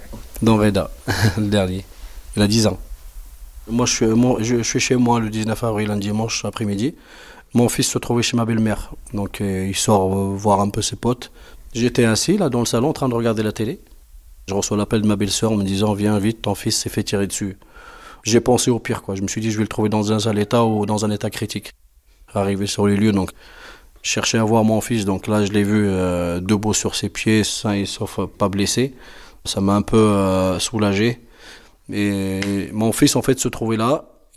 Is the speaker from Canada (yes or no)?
no; Morocco; moved away as an adult; now in France; 45 ans. Je suis marocain de nationalité. Je suis arrivé à l'âge de 19 ans, j'ai fait des études ici en France.